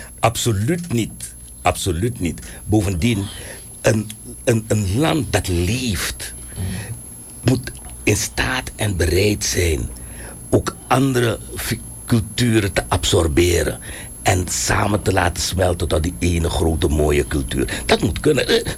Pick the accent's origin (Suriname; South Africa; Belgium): Suriname